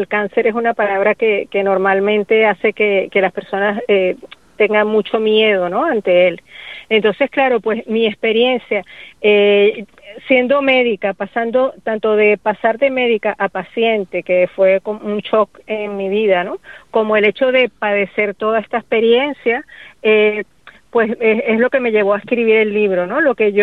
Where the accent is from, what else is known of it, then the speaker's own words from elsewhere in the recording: Venezuela; now in Gran Canaria, Spain; Sí, tengo ya más de 20 años viviendo en Gran Canaria, o sea que puedo decir ya que soy mitad canaria, mitad venezolana, por decirlo de alguna manera.